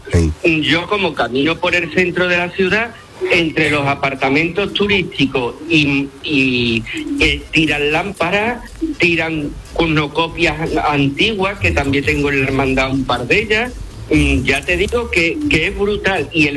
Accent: Seville, Andalusia, Spain; soy un cofrade sevillano y te voy a contar el caso que me sucedió.

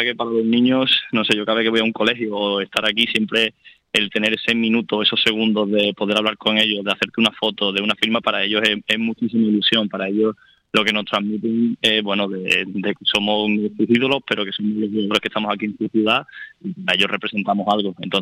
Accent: Seville, Andalusia, Spain; moved away as an adult; now in Córdoba, Spain; Yo soy de Sevilla, que estemos aquí en AVE a 40 minutos así, pero bueno, la verdad que Córdoba es una ciudad preciosa. Yo me adapté muy bien el año pasado

